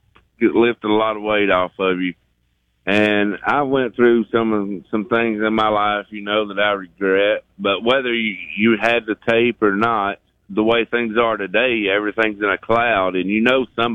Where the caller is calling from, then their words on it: Dawsonville, Georgia, United States; from Dawsonville.